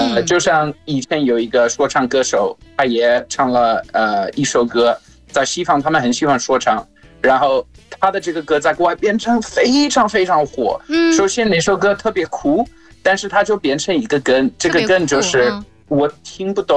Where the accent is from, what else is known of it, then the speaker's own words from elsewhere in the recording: South Africa; Chinese is a second language; 就像我每次跟大家说我来自南非